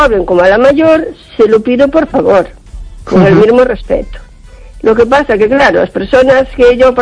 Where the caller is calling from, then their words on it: O Carballiño, Galicia, Spain; de Carballiño.